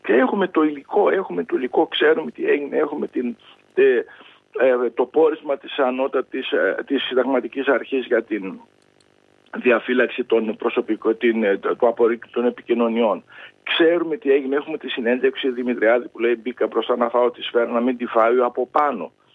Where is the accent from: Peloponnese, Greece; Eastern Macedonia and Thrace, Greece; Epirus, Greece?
Eastern Macedonia and Thrace, Greece; Drama; Κοιτάξτε, εγώ είμαι από τη Δράμα